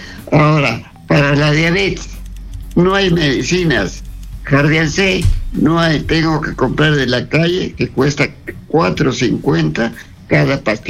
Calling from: Arequipa, Peru; le hablo de Arequipa.

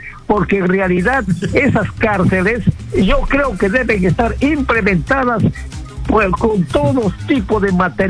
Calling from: Iquitos, Loreto, Peru; Estoy llamando de Iquitos.

